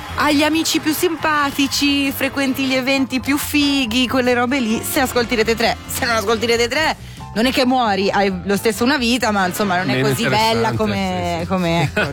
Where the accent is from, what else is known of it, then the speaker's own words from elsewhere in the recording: Locarno, Ticino, Switzerland; vengo da Locarno.